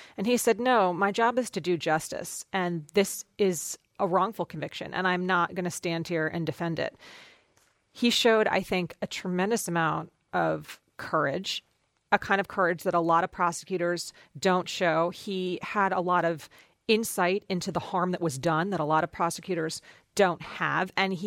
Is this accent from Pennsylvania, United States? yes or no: yes; Philadelphia, Pennsylvania, United States; In my hometown of Philadelphia, that exact thing happened